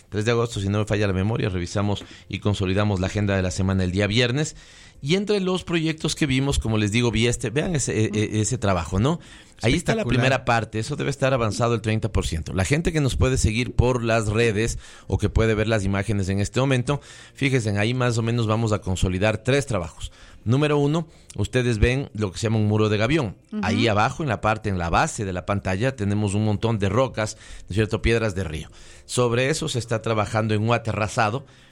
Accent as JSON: {"language": "Spanish", "town": "Quito", "region": "Pichincha", "country": "Ecuador", "tie": "born or raised there", "said": "yo nací ahí cerquita, yo nací en la calle Briceño, en San Blas."}